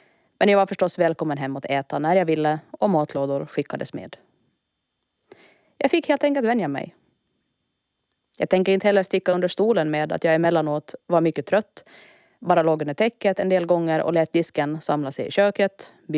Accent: Åland Islands

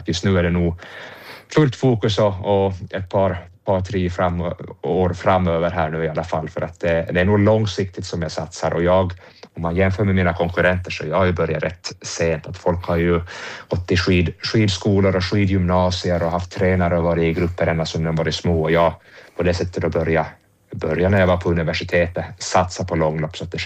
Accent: Åland Islands; som ålänning

